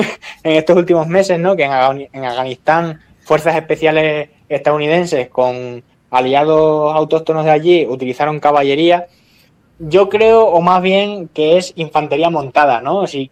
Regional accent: Cáceres, Extremadura, Spain; en mi tierra, que en Cáceres, es que es muy normal ver a gente montando a caballo

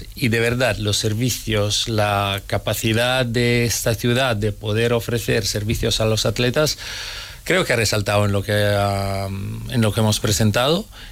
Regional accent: Italy; Spanish is a second language; moved away as an adult; now in Logroño, Spain; un poquito más de italiano, pero bueno, ya tengo mi ciudadanía, ya tengo mi nacionalidad española

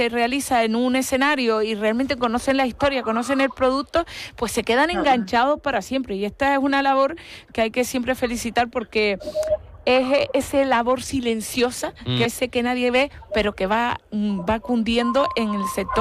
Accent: Canary Islands, Spain; de mi Gran Canaria, porque hoy puedo decir mi tierra

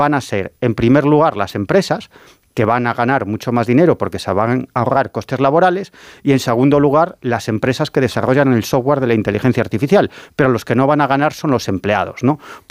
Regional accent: Galicia, Spain; como decimos en mi tierra, a velas vir, en gallego.

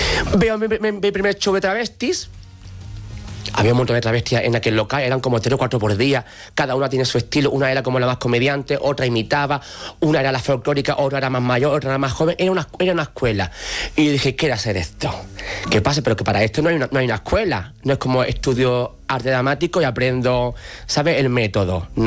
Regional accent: Alcalá de los Gazules, Andalusia, Spain; yo vivía entonces aún en mi pueblo, en Alcalá de los Azules.

